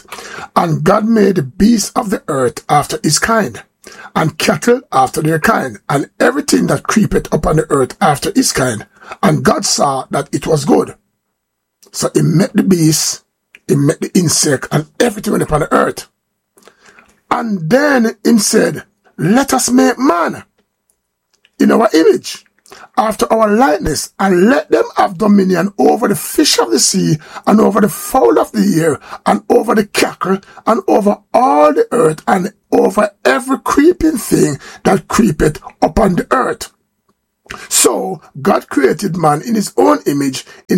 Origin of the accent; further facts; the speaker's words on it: Jamaica; I'm a Jamaican.